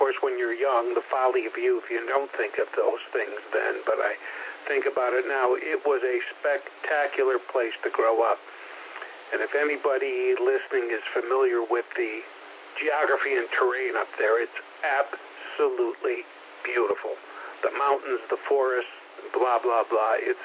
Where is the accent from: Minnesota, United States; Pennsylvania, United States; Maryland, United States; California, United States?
Pennsylvania, United States; Scranton; moved away as an adult; my hometown, I was born and raised for the, first third of my life in Scranton, Pennsylvania, up in northeastern Pennsylvania